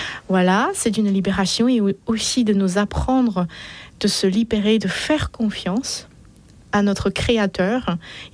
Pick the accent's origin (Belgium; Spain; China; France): China; nous sommes tous des Chinois, chrétiens, et que on a ce feu d'évangélisation